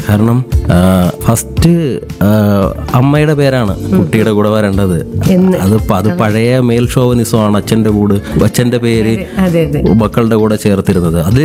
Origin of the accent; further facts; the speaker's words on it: Kundara, Kerala, India; moved away as an adult; now in Karunagappally, India; നാട് കൊല്ലം ജില്ലയിലെ തന്നെ കുണ്ട്ര എന്നുള്ള സ്ഥലത്ത്, കുണ്ട്രയിലെ പേരയും കുമ്പളം എന്ന് പറയും, അവിടെയാണ് നാട്, അവിടെയാണ് ഞാൻ ജനിച്ച് വളർന്നത്. ഇപ്പോൾ താമസിക്കുന്നത് കരുനാഗപ്പള്ളിയിലാണ്. കുറച്ചു നാളായി കരുനാഗപ്പള്ളിയിൽ താമസിക്കുന്നു. ബാല്യവും കൗമാരവും യൗവനവും ഒക്കെ അവിടെ തന്നെയായിരുന്നു.